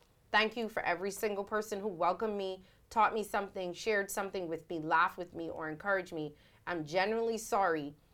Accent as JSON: {"language": "English", "region": "Scotland", "country": "United Kingdom", "said": "remind people that I'm a Scottish woman learning about a country who welcomed me with extraordinary kindness."}